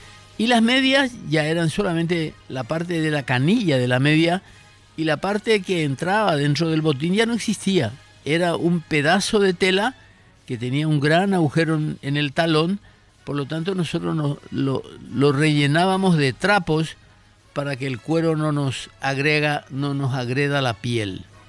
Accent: Paraguay

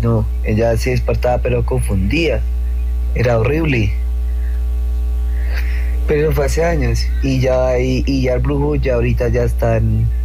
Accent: Soacha, Cundinamarca, Colombia; yo soy de Soacha, Bogotá, y nos fuimos a vivir en el Rincón del Lago

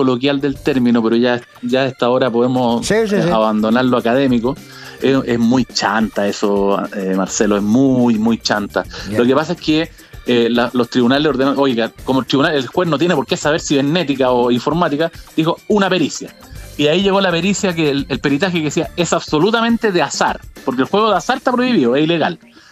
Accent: Chile; yo como chileno

